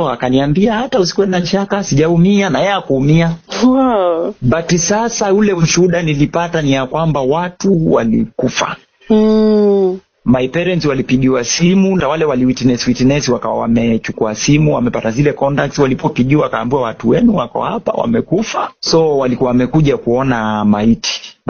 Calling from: Kilifi County, Kenya; Nimetokea pande za Kilifi. County 003 na nimeokoka na mpenda Yesu.

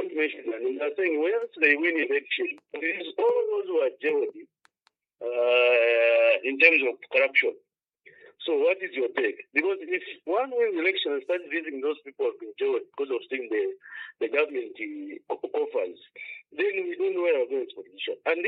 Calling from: Lusaka, Lusaka Province, Zambia; I'm calling from Lansdale, within Lusaka

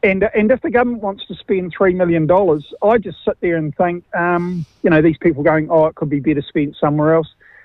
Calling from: Hawke's Bay, New Zealand; But I live in the provinces. I've told you before, I'm from Hawke's Bay

